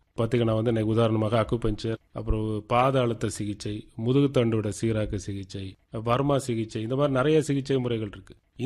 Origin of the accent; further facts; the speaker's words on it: Tamil Nadu, India; என்னுடைய சொந்த ஊர் அகசீஸ்வரம் பக்கத்துல ஈச்சன்வலைங்கிற கிராமம்.